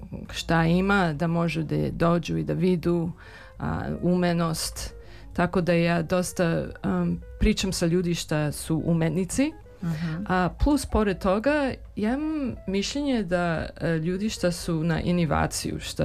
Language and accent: Serbian; Serbia; ja nisam Romkinja, ja sam Srpkinja